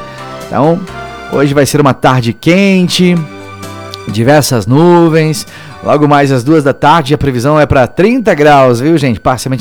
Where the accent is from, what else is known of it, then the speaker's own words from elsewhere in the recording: Francisco Beltrão, Paraná, Brazil; A previsão pra nossa querida Francisco Beltrão é minha terra, meu chão.